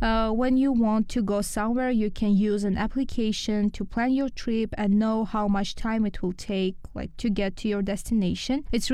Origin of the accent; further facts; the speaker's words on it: Armenia; moved away as an adult; now in Lithuania; I'm from Armenia. I came here for a volunteering project. I will be here for a year